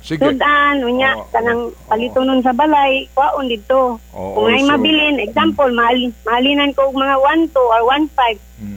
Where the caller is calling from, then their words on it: Siocon, Zamboanga Peninsula, Philippines; Siokon, Zamboanga del Norte.